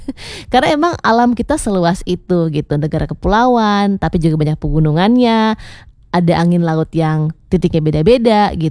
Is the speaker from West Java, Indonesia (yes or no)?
yes; Bogor, West Java, Indonesia; born there; now in Yogyakarta, Indonesia; di Bogor aja, kota kelahiran aku